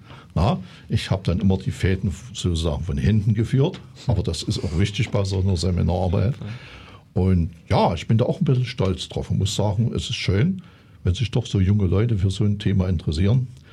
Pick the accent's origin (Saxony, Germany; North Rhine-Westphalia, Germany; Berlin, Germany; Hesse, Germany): Saxony, Germany; Also ich bin ja Sachse, also ich weiß es jetzt nicht so aus der sächsischen Schullandschaft